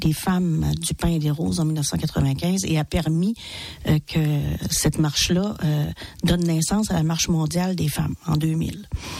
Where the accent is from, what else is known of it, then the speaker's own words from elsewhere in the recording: Quebec, Canada; on va ramasser nos grammans, comme on dit chez nous au Québec